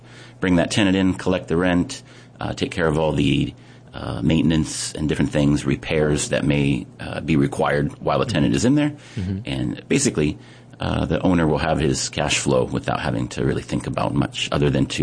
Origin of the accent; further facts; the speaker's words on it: Apple Valley, California, United States; born there; moved away as an adult; now in Honolulu, United States; I was born in Apple Valley, California. It's a little town in the high desert of Southern California. And when I was about 23, I joined the Air Force. And my first and only tour was here in Hawaii.